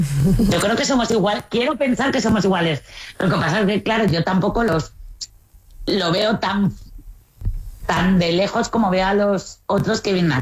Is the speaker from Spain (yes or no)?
yes; Spain; Mi orterismo no lo veo tan hortera porque yo soy española